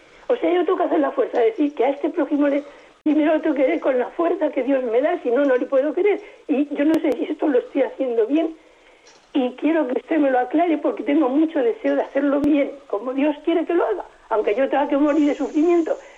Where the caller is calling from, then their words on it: Madrid, Community of Madrid, Spain; de Madrid.